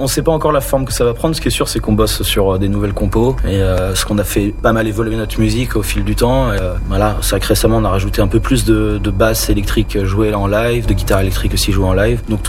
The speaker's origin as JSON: {"language": "French", "region": "Brittany", "country": "France", "said": "On vient de Bretagne."}